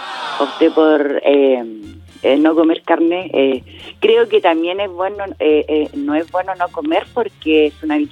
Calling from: Chile; Soy chilena, pero chilena, ¿cachai?

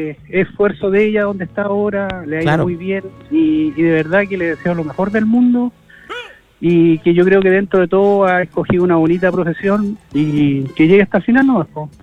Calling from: Limache, Valparaíso, Chile; yo en este momento estoy en Quilpué, resido en Limache, pero estoy por trabajo acá en Quilpué.

